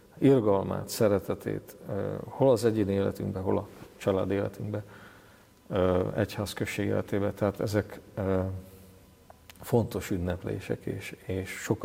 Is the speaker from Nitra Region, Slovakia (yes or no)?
yes; Babindol, Nitra Region, Slovakia; én egy kis településről származom, Zoborvidékről, Bábindal, 700 lakosú a település